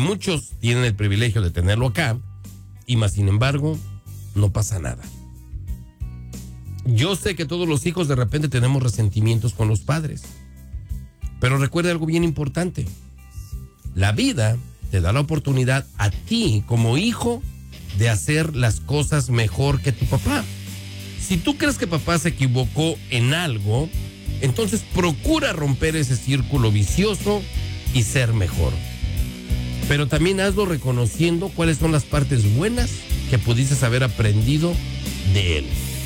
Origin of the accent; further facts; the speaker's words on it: Mexico; Oficialmente, para algunos países de Centroamérica y nosotros como mexicanos, uno es considerado adulto a partir de los 18 años